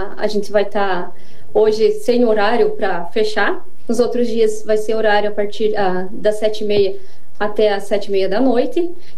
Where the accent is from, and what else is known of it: Guarujá do Sul, Santa Catarina, Brazil; born or raised there